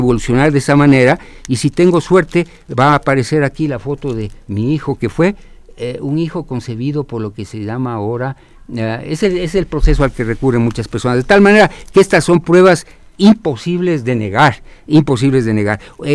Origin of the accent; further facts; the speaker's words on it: Ecuador; moved away as an adult; yo soy ecuatoriano y estoy interesado en estos temas.